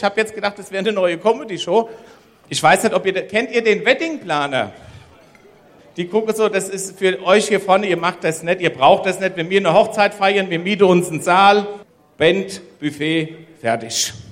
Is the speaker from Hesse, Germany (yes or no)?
yes; Hesse, Germany; Wir haben ja noch Hausgeburte bei uns in Oberhessen. Ich komme jetzt wirklich auch aus Oberhessen.